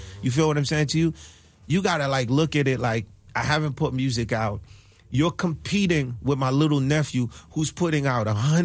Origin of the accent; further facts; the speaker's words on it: Haiti; moved away; I'm from Haiti next to Cuba.